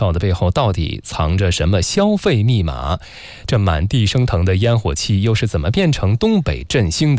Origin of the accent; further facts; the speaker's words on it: Shenyang, Liaoning, China; 因为我是沈阳人